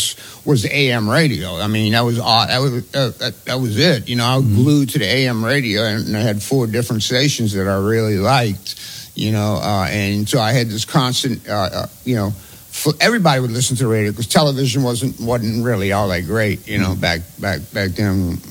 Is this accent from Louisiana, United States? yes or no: yes; New Orleans, Louisiana, United States; Mid-city, yeah, around Calton and Banks, right in the middle of the city.